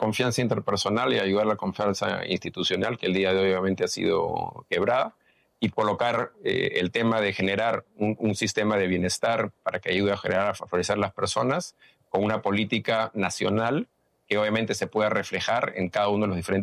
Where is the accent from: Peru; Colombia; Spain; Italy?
Peru